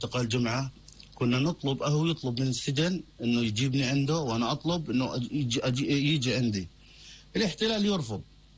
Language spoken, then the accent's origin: Arabic; Duyuk, West Bank, Palestine; أنا الآن عمري 55 سنة، جمعة عمره 57 سنة، يكبرني عامين. كنا وإحنا صغار ربيانين عند ستنا يعني، فهذا الحكي أعطانا هامش نتعرف على كل الناس، وكل الناس يكونوا قرايبنا، وكل الناس يكونوا حبايبنا، وكل الناس يكونوا معارفنا بالمدرسة وبالحارة وبالبلد وبالقرية، قرية الديوك.